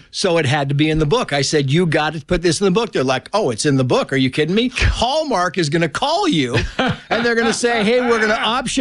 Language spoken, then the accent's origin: English; Mammoth Lakes, California, United States; Yeah, it's my hometown. Mammoth is my hometown.